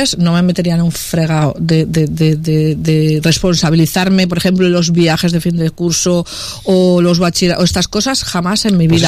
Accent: Elche, Valencian Community, Spain; Yo soy de la Plaza Barcelona.

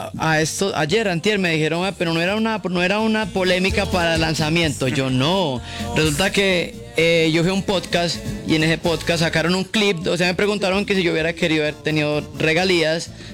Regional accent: El Tambo, Cauca, Colombia; also born or lived in Nariño; soy nacido en Nariño, pero me crié en el Cauca, en el Tambo Cauca.

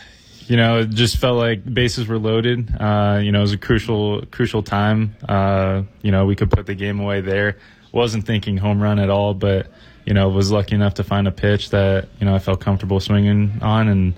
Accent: California, United States; Yeah, I was born and raised in the Bay Area, so, you know, grew up becoming an A's fan

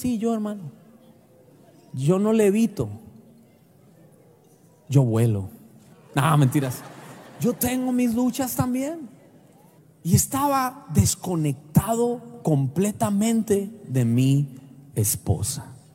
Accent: Colombia; born there; de donde yo nací por allá, de los campos de Colombia

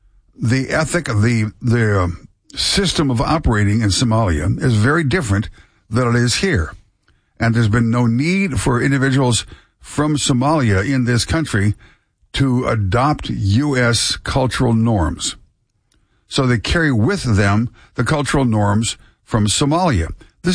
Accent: Midwest, United States; I grew up in the Midwest. There was a very, very, you know, large part of town that was all Polish, large part of town that was Czechoslovakian

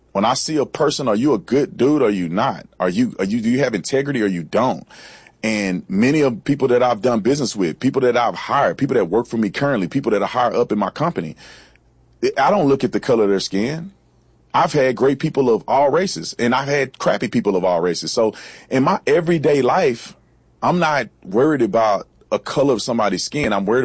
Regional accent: Fort Worth, Texas, United States; I grew up in Fort Worth, Texas, in the hood.

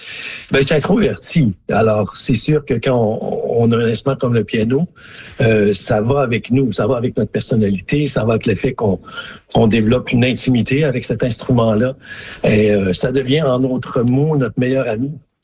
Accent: Smooth Rock Falls, Ontario, Canada; moved away; des très bons souvenirs de ma présence, de mon enfance dans le Nord. Et oui, ce pont-là, c'est un pont emblématique. Le pont à Smoothwalk Falls, il y en a pas plusieurs comme ça en Ontario ou au Canada.

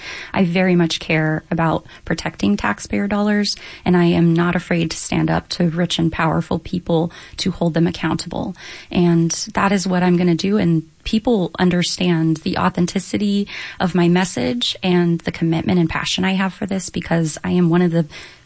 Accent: Corpus Christi, Texas, United States; I come from a working class family in South Texas. I was raised in Corpus Christi by a single mom.

